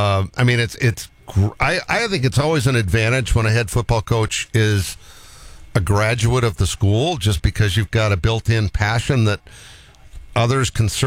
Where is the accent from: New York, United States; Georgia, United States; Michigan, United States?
Michigan, United States; Adrian; We're, you know, growing up in Adrian, which, by the way, is home of, I talk about this a lot on this show, that's one of my favorite little golf courses in this region.